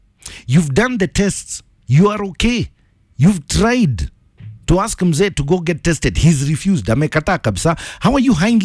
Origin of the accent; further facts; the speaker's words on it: Kenya